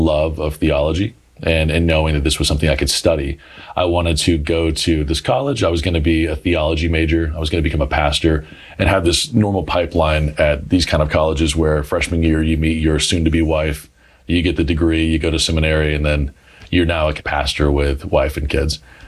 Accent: Douglasville, Georgia, United States; born or raised there

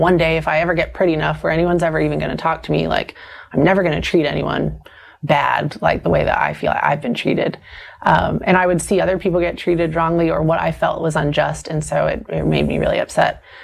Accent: the South, United States; born or raised there

